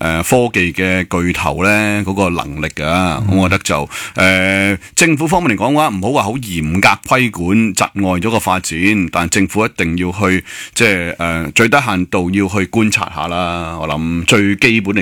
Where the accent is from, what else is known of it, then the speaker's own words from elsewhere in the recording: Hong Kong; 我哋香港人